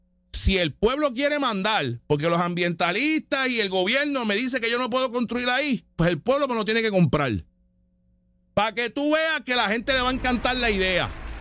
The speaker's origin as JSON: {"language": "Spanish", "country": "Puerto Rico", "said": "la mayoría somos boricuas y somos de aquí."}